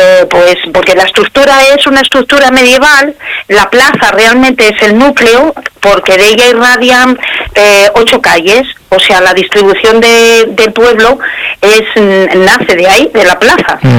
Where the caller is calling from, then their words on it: Piedrahíta, Castile and León, Spain; la plaza de mi pueblo.